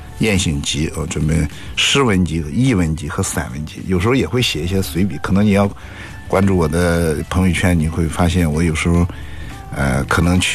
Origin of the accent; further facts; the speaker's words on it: Zoucheng, Shandong, China; 到我的家乡这个邹城，就是孟子的老家。